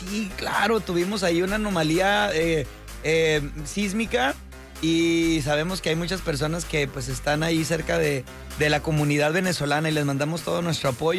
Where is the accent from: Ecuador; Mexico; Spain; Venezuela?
Mexico; Los mexicanos tenemos un lenguaje floreado en su máxima expresión.